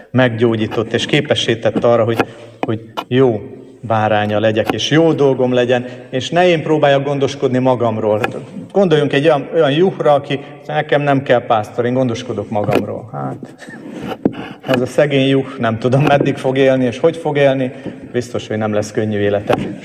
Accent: Oradea, Bihor, Romania; ahol én felnőttem, Nagyvárad egyik külvárosában

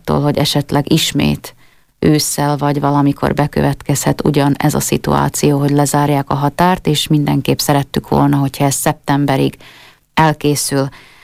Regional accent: Southern Slovakia, Slovakia; jó magam a felvidéki kislány, vagy felvidéki lány vagyok

